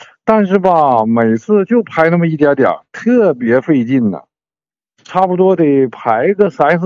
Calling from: Anshan, Liaoning, China; 我是鞍山的呀，

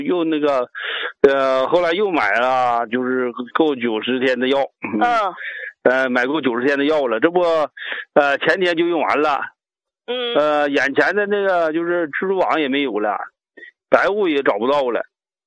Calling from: Harbin, Heilongjiang, China; 张主任，我家是哈尔滨的。

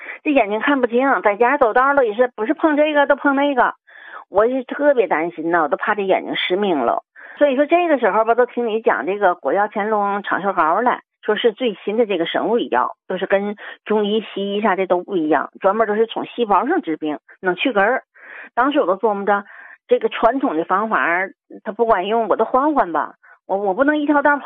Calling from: Tangshan, Hebei, China; 我是那个唐山的。

